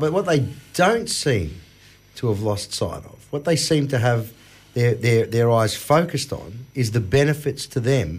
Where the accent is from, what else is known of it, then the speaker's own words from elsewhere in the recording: Greystanes, New South Wales, Australia; born there; I was born in Greystanes, right?